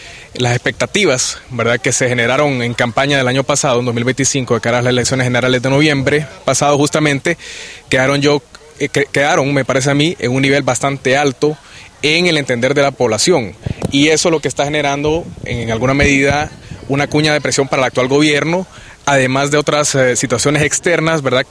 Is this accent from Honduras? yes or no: yes; Honduras; como buen ciudadano, como buen hondureño